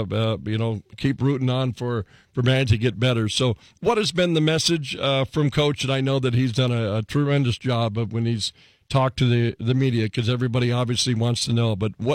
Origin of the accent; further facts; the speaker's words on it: Williston, North Dakota, United States; I'm from Williston. I could throw a stone into Montana.